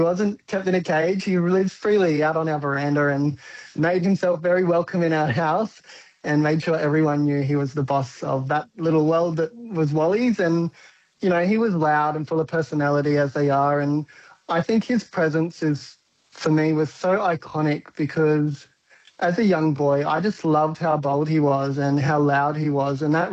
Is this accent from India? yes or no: no; Katherine, Northern Territory, Australia; But those reflections, growing up in Katherine and finding my place, I think Katherine gave me a place to find my voice